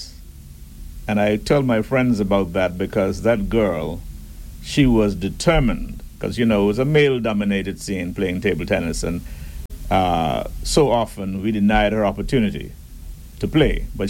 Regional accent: Falmouth, Trelawny, Jamaica; now in Grand Turk, Turks and Caicos Islands; Where I grew up in Falmouth, Jamaica

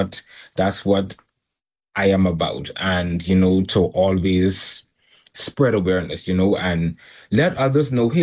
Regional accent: Turks & Caicos Islands; also born or lived in Bahamas; I was born in the Bahamas, and I was raised here in Turks and Caicos. I moved here when I was about 4 or 5. I attended primary school here, high school here, college here. And I grew up in a Christian home

